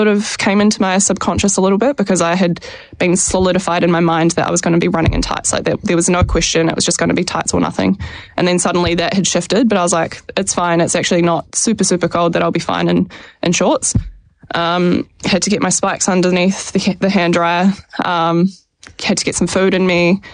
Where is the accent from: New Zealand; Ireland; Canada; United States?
New Zealand; we come from New Zealand. We're used to these conditions. Like, we've run in Dunedin in 10 degrees weather